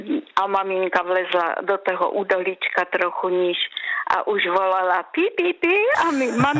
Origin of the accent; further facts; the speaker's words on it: Senica, Trnava Region, Slovakia; moved away; pocházím z vesnice, ze Senice